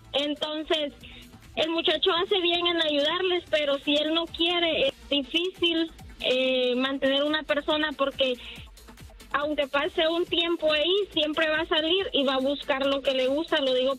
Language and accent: Spanish; Santa Bárbara, Honduras; now in Denver, United States; Soy de Santa Bárbara, Honduras. País, lugar de las mujeres más bellas.